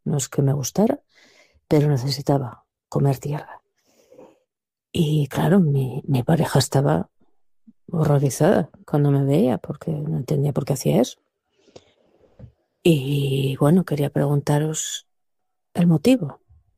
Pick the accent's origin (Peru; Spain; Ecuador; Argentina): Spain; Llanes, Asturias; soy de Llanes.